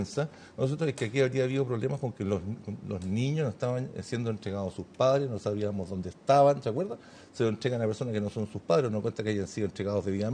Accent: Chile

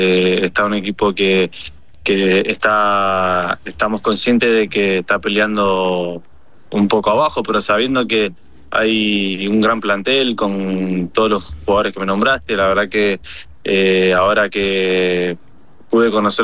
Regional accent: Mendoza, Argentina; Yo soy mendocino

